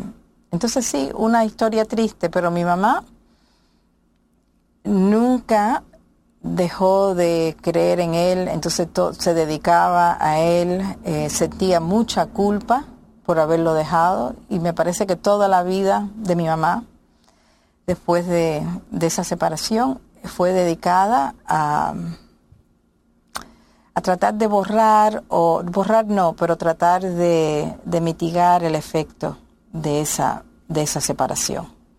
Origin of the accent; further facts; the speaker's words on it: Cuba; moved away; nosotros nos fuimos de Cuba el 29 de abril de 1963 y mi hermano, Poli, con 9 años y medio, le escribió su primer carta a mi mamá